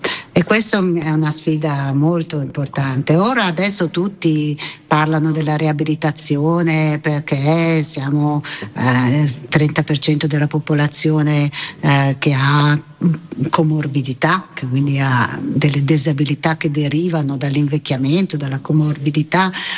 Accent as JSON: {"language": "Italian", "town": "Milan", "region": "Lombardy", "country": "Italy", "said": "che io da milanese conoscevo come milanese"}